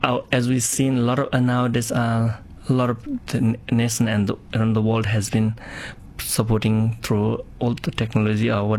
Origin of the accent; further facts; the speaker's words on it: Australia; And as Australian, I think we should, if we have any friends of Nepal or anyone that close by, please check with them.